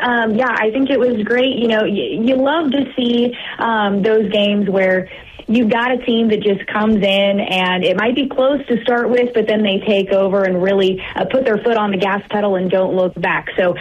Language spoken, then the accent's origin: English; Oklahoma, United States; now in Lubbock, United States; I'm from Oklahoma, and so I know football, but coming down here to West Texas, I knew this was the big leagues